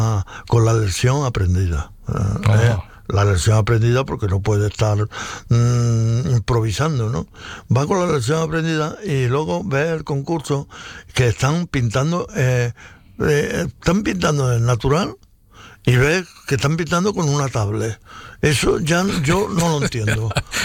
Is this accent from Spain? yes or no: yes; Cabra, Andalusia, Spain; moved away as an adult; now in Alzira, Spain; Lo que pasa es que cabra me tira. Hombre. Porque estuve hasta los 27 años.